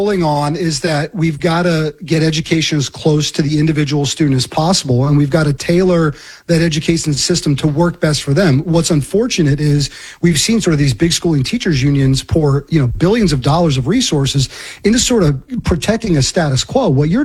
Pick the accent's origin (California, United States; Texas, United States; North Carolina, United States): North Carolina, United States; my home state of North Carolina